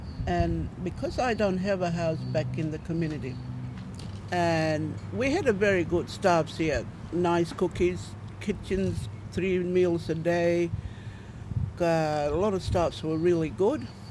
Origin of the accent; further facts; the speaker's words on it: Milingimbi, Northern Territory, Australia; now in Darwin, Australia; I am from Milindimbi. I've been in Darwin for 2 years. I came here now for work.